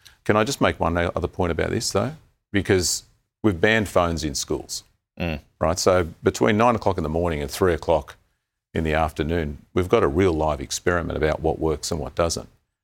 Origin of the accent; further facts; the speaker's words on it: Cabramatta, New South Wales, Australia; I'm a kid from Cabramatta who is the first person in my family to finish year 10